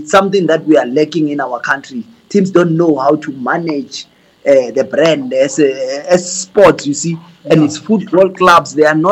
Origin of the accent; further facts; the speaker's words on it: South Africa; as a South African